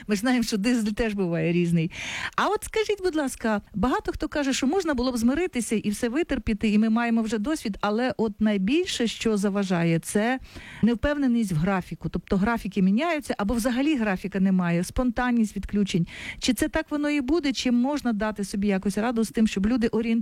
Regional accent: Kyiv, Ukraine; От я можу сказати, як киянка.

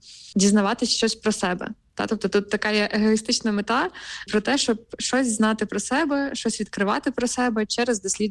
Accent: Chernivtsi Oblast, Ukraine; Загалом мені Буковина про дім. От, я, напевно, що і не можу якось так суб'єктивно це оцінити, тому що це моя мала батьківщина.

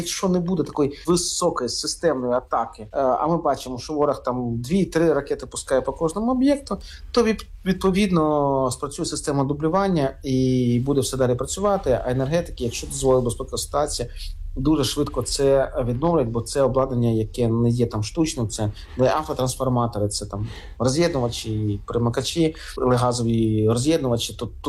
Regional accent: Kharkiv Oblast, Ukraine; це або моя рідна Харківщина

